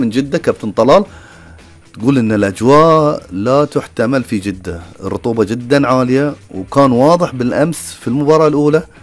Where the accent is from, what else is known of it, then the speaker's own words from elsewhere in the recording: Bahrain; إحنا كمواطنين بحرينيين، وتجمعنا كخليجيين أيضا